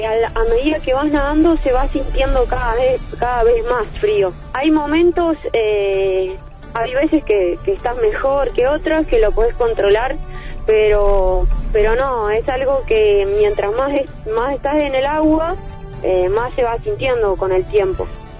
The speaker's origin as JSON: {"language": "Spanish", "town": "General Roca", "region": "Río Negro", "country": "Argentina", "said": "Yo soy de Río Negro, de General Roca"}